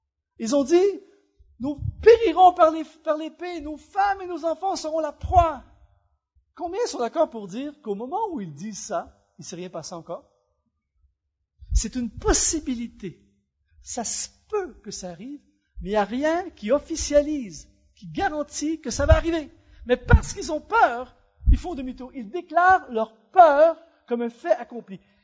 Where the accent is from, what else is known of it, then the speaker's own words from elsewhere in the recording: Canada; Chez nous, au Canada, il y a plein de gens qui ont peur des araignées.